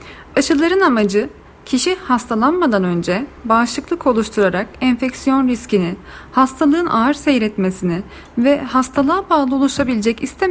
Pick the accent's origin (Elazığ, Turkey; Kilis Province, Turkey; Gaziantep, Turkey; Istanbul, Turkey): Kilis Province, Turkey; Kilis; Kilisliyim.